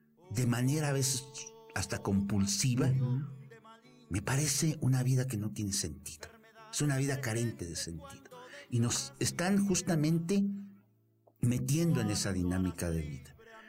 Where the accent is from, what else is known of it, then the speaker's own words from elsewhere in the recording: Mexico; nosotros venimos de una generación en que todavía se preocupaba por ser mexicanos y nos sentíamos orgullosos de ser mexicanos